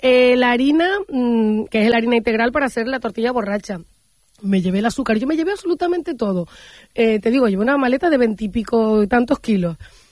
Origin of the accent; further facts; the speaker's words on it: Barlovento, Canary Islands, Spain; un postre típico de mi pueblo, de Barlovento.